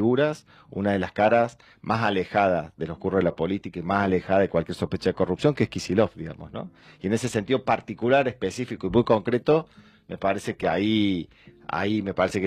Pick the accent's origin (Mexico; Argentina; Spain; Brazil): Argentina